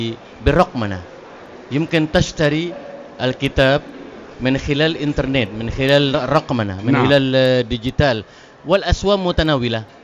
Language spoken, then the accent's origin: Arabic; Indonesia